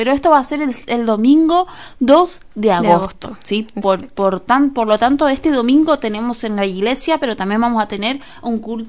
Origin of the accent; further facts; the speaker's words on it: Curuzú Cuatiá, Corrientes, Argentina; Como te dije, nosotros somos de una ciudad de Curuzú. Perdón, somos de Curuzú.